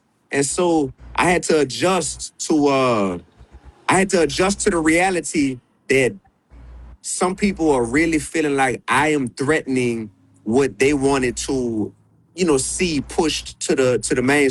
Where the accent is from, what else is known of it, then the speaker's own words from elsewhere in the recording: New Orleans, Louisiana, United States; And you know, I'm from New Orleans, so I'm gonna tell y'all something.